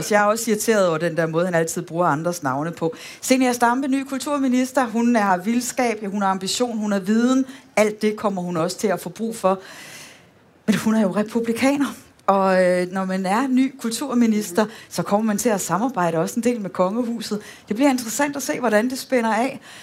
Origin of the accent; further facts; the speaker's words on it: Risskov, Central Denmark Region, Denmark; jeg er vokset op i Rigskov, lidt uden for Aarhus, Og for nylig så savnede jeg min hjemstavn